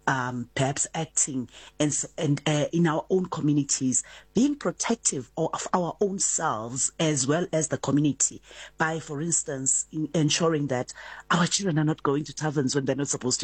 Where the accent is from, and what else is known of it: South Africa